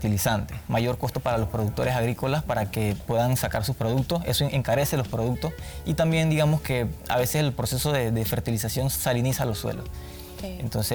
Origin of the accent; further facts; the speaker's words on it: Panama; como ciudadanía, como pueblo panameño, yo los exhorto